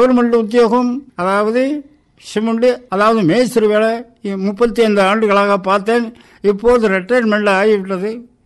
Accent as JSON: {"language": "Tamil", "town": "Sembuthi", "region": "Tamil Nadu", "country": "India", "tie": "born or raised there", "moved": "as an adult", "lives_now": "Andaman and Nicobar Islands, India", "said": "தமிழ்நாட்டில் வந்து என்னுடைய மாவட்டம் புதுக்கோட்டை மாவட்டம், பொன்னமராவதி தாலுகா, செம்பூதி கிராமம், அங்கேதான் என்னுடைய சொந்த ஊர்."}